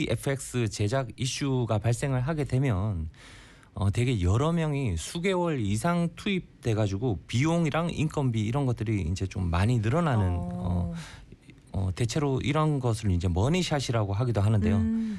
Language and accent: Korean; Busan, South Korea; 온천장 구서동 뭐 이런 어릴 때부터 이제 부산에서 자라왔습니다. 근데 이제 사회생활 자체를 서울에서 시작을 하게 됐거든요.